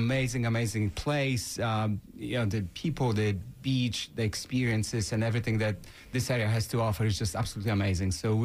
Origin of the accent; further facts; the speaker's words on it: Poland; now in United States; I grew up in Poland, and I moved to U.S. in 1994.